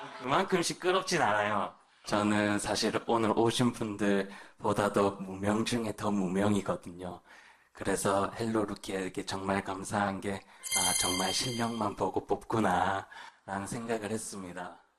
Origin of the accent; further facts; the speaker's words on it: Daegu, South Korea; 맞습니다. 저희 대구에서 왔습니다.